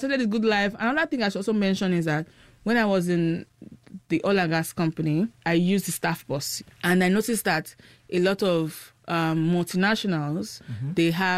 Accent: Ibadan, Oyo, Nigeria; Like, I grew up in Ibadan. I wasn't used to that hard life, but I had to, use that mode of transportation if I wanted to get from point A to point B.

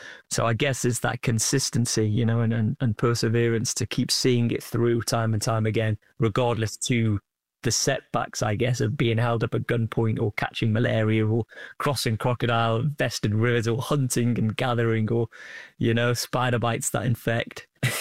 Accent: Old Colwyn, Wales, United Kingdom; that was very much me, you know, growing up in North Wales in Old Colwyn, you know, a place no one really knows

